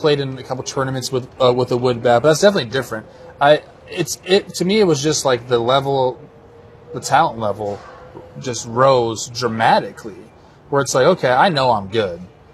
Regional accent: Los Angeles, California, United States; I'm from Los Angeles, where it is a melting pot of people and culture.

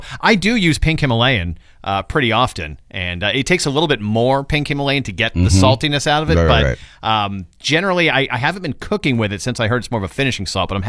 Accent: United States; I'm an American

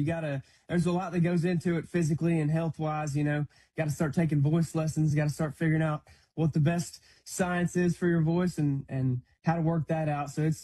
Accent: Birmingham, Alabama, United States; moved away as an adult; now in Nashville, United States; I am from Birmingham, obviously, Birmingham, Alabama, and I moved up to Nashville full-time less than a year ago now.

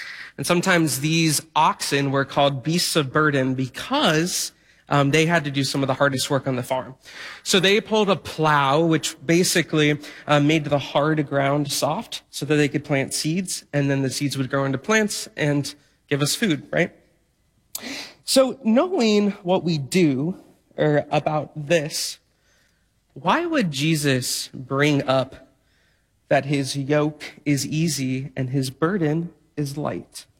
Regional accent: Iowa, United States; I'm from Iowa

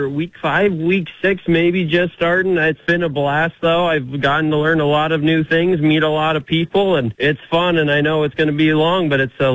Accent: Wisner, Nebraska, United States; So I grew up in a small town of Wisner, Nebraska. I still live there about 8 miles north. I grew up raising show pigs and show chickens, and I still raise both of them to this day with my family.

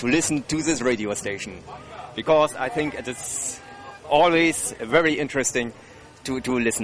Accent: Germany; English is a second language; I'm from West Germany

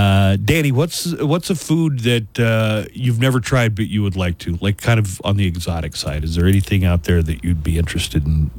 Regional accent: United States; I'm an American.

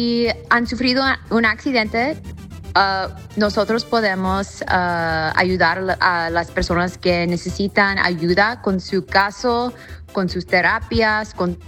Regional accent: Harlingen, Texas, United States; soy de aquí, del Valle, soy de Harlingen, Texas

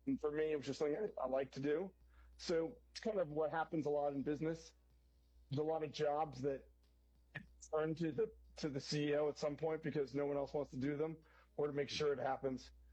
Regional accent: Pennsylvania, United States; born or raised there

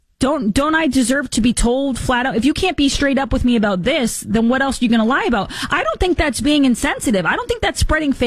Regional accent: United States

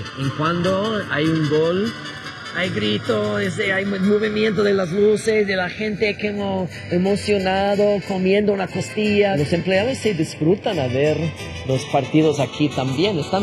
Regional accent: New York, United States; Spanish is a second language; moved away as an adult; now in Mexico; soy de Nueva York. Mi corazón está compartido. Una parte de mi corazón es por Estados Unidos y una parte de mi corazón es para México. He vivido en México 16 años.

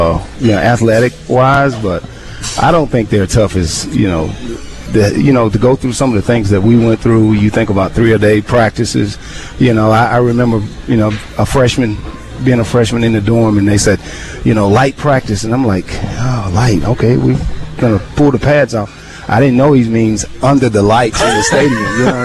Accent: Waynesboro, United States; I came from Waynesboro and had a great career there.

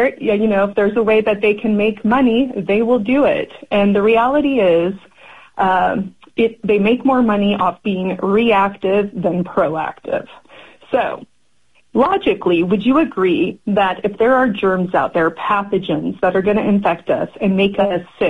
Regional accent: Idaho, United States; Nice to be talking to folks in my home state of Idaho.

